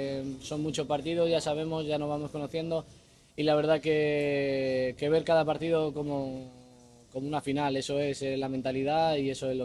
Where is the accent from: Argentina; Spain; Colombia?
Spain; me estuve bañando cuando ganamos el Mundial en la plaza de España de mi pueblo